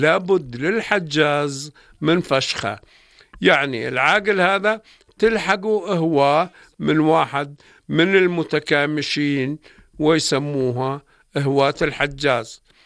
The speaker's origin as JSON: {"language": "Arabic", "country": "Jordan", "said": "عندنا في الأردن إذا زعلوا اثنين ولحقت بينهم للمكامشة والضرب"}